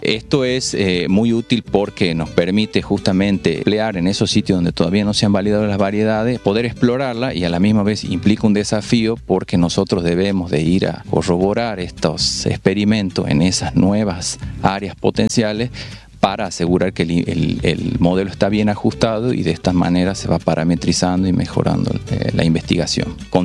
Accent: Argentina; moved away as an adult; also born or lived in Xalapa, Mexico; now in Veracruz, Mexico; yo soy argentino y por azares del destino llegué a Veracruz a hacer investigación.

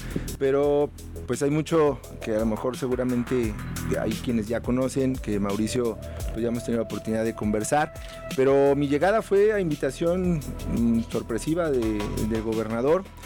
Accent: Atizapán de Zaragoza, State of Mexico, Mexico; born there; now in Zacatecas, Mexico; Nací en el Estado de México, en un municipio de Atizapán de Zaragoza, y que pues hoy también ya puedo decir que soy de Zacatecas.

